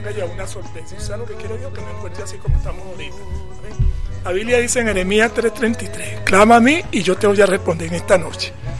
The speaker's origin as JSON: {"language": "Spanish", "country": "Venezuela"}